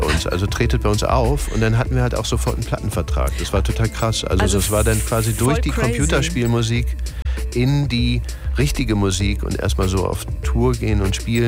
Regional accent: Cologne, North Rhine-Westphalia, Germany; ich bin ja aus Köln ursprünglich auch

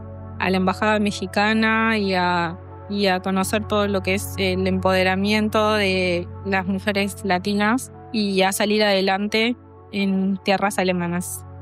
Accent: Uruguay; now in Berlin, Germany; soy uruguaya y vivo en Berlín desde hace 6 años.

